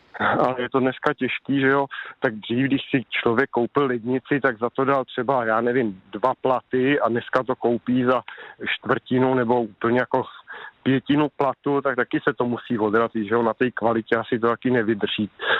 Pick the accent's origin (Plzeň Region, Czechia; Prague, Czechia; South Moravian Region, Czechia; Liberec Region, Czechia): Plzeň Region, Czechia; now in near Plzeň, Czech Republic; já taky vlastně pocházím kousek od Berounky, nebo vlastně jsem žil u Berounky.